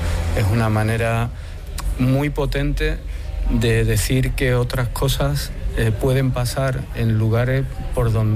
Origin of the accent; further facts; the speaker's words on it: Andalusia, Spain; Y como andaluces, para nosotros son muy importantes, ¿no?